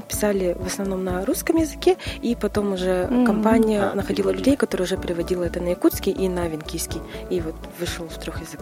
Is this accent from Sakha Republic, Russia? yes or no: yes; Sakha Republic, Russia; first language Yakut; Russian is a second language; я якутка, до 4-5 лет я на русском не говорила.